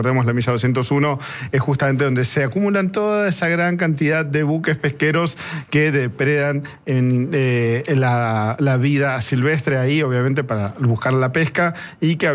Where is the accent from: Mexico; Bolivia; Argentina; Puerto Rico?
Argentina